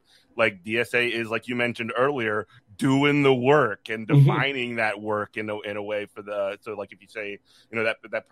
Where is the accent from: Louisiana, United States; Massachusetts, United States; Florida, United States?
Louisiana, United States; New Orleans; I'm from New Orleans